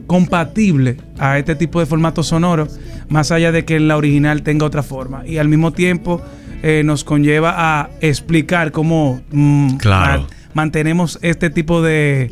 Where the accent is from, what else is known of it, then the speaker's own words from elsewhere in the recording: Dominican Republic; nuestras identidades como dominicano va cambiando.